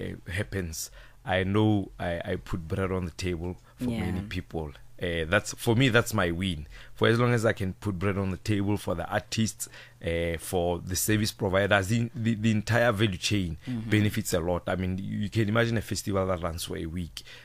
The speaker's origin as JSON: {"language": "English", "country": "Botswana", "said": "I'm from Botswana"}